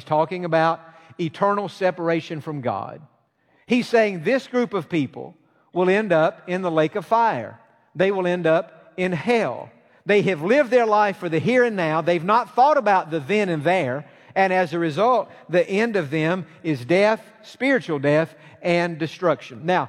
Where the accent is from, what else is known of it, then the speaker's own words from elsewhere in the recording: East Point, Georgia, United States; I was born in Georgia, Atlanta, Georgia. Actually, I was born in East Point, which East Point is to Atlanta what Bel Air is to Houston. It's just right there attached to it. But I'm from Georgia. All of my family is from Georgia.